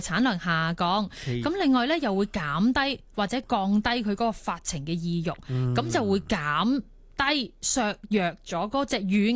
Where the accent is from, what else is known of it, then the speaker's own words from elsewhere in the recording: Hong Kong; 咁我哋香港人咧，可能好熟悉咧